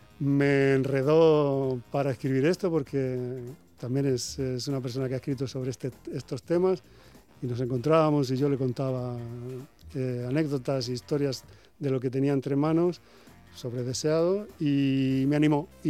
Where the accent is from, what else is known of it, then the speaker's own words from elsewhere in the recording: Almoradí, Valencian Community, Spain; Yo soy de un pueblo de Alicante que se llama Almoradí, y este es el campo de Albatera.